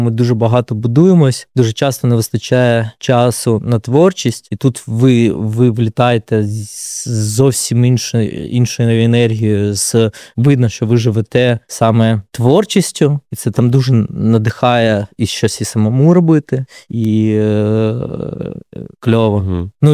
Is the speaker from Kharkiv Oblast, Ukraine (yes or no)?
yes; Kharkiv, Kharkiv Oblast, Ukraine; я з Харкова